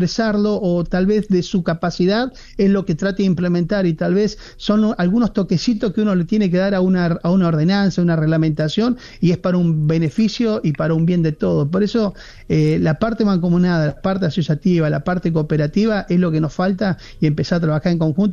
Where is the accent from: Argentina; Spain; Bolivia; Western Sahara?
Argentina; te das cuenta que soy argentino?